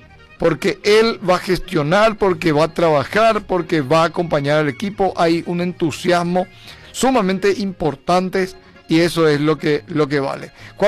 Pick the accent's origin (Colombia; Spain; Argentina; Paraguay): Paraguay; Carapeguá, Paraguarí; todos somos de Carapeguá. Que viva Carapeguá